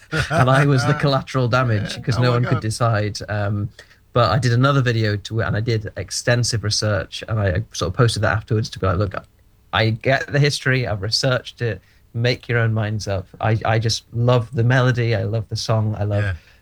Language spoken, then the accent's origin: English; Scotland, United Kingdom; moved away; I grew up in Scotland